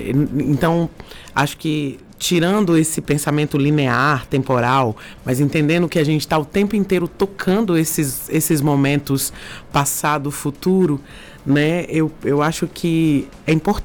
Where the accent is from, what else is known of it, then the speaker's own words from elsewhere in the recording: Brasília, Federal District, Brazil; moved away as an adult; now in São Paulo, Brazil; Foi quando eu me mudei de Brasília definitivamente. Eu falei, vou me arriscar aí na estrada e cheguei nessa cidade gigantesca. Meu irmão, a gente vindo da roça, que é Brasília, chegar num mundo desse aqui, que é São Paulo, né?